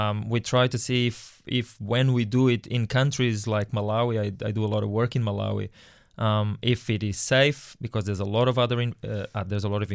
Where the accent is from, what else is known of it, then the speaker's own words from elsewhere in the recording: Lisbon, Portugal; born there; English is a second language; moved away; I was born in beautiful Portugal. It's very, very nice little country in Western Europe, Southern Western Europe.